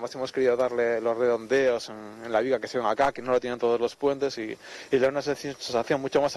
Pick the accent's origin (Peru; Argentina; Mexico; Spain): Spain; Vengo de lejos, vengo de España.